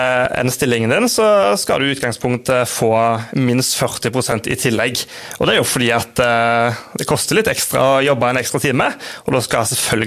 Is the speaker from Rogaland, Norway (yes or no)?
yes; Haugesund, Rogaland, Norway; moved away as an adult; now in southern Rogaland, Norway; Jeg kom fra Sørfylket i går, men jeg hauglending altså.